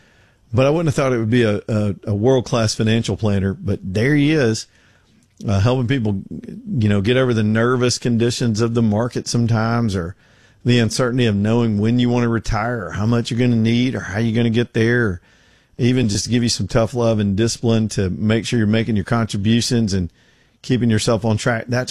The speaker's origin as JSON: {"language": "English", "country": "United States", "said": "He's trying to rib me a little bit about being American."}